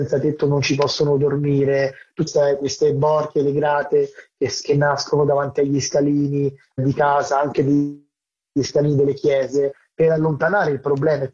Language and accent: Italian; Rome, Lazio, Italy; born or raised there